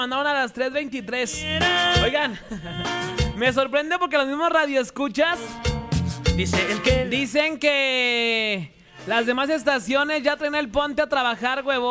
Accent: Mexico; born there; yo vengo del Pilar, o sea, de mi pueblo.

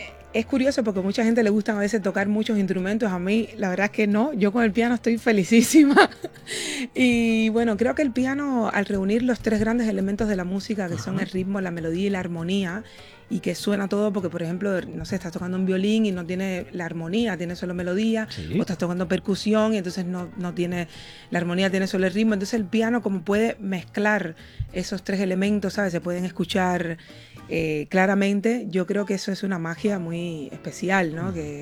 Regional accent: Cuba; now in Spain; En España llevo 20 años. 20 años. Ya soy una cubañola oficial, en toda regla.

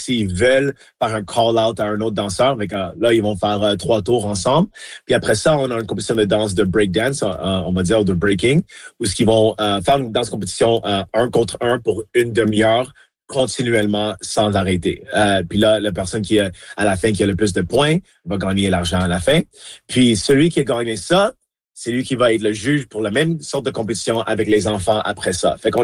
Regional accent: Montreal, Quebec, Canada; now in Winnipeg, Canada; Oui, je suis né, j'ai grandi à Montréal, à La Salle, au sud de l'île. J'habitais là jusqu'à l'année 2006, quand j'ai déménagé ici à Winnipeg en 2006 avec mon père.

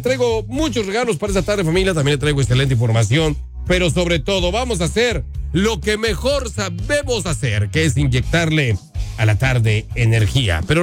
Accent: Mexico; Mañana nosotros como mexicanos celebramos nuestra independencia

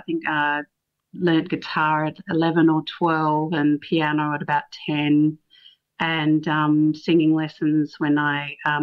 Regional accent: Perth, Western Australia, Australia; I grew up in Perth along the Swan River. It was kind of a almost semi-rural kind of childhood, but we're only 20 minutes from the actual

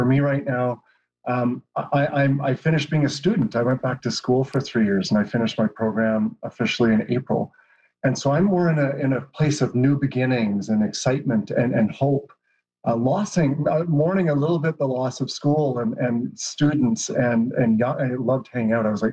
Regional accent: Canada; You know, we still, I think being Canadian is somehow a respect of each other, a coming together that is easier than maybe in other places.

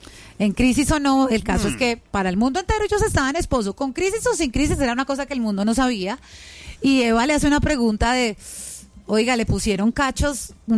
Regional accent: Colombia; creo que eso es lo que más nos va a costar a nosotros como pueblo colombiano

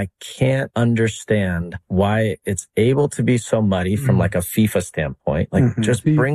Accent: Canada; And I'm Canadian. I'm super proud of being Canadian.

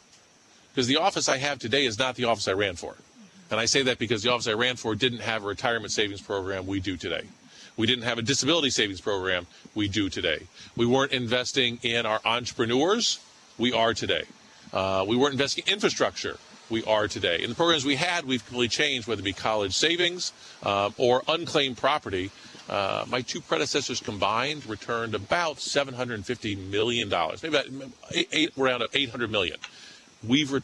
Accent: United States; I grew up in Champaign County. I grew up going to the Champaign County Fair.

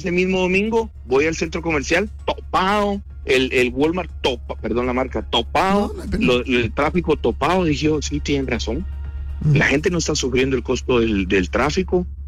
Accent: Guatemala; somos nosotros los guatemaltecos los responsables

